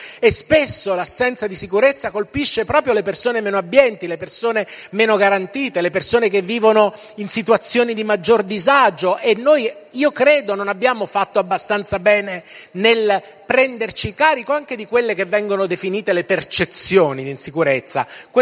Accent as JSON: {"language": "Italian", "town": "Milan", "region": "Lombardy", "country": "Italy", "said": "sono di Milano"}